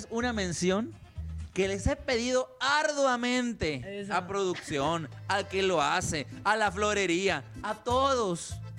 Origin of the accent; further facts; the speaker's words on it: Tepic, Nayarit, Mexico; Yo soy del meritito Tepic Nayarit, viejo. Desde el día uno he estado aquí. Nací en el Issste, que estaba por la loma.